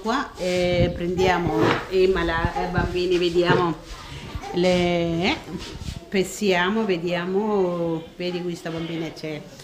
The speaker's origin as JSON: {"language": "Italian", "country": "India", "also_born_or_lived": "Italy", "second_language": "Italian", "moved": "as an adult", "lives_now": "Kinshasa, Democratic Republic of the Congo", "said": "sono indiana, sono 34 anni che in Italia, qui 10 anni."}